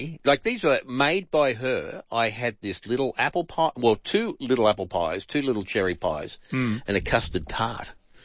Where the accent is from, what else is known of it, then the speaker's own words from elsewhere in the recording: Australia; Of course they do, because we're Australian.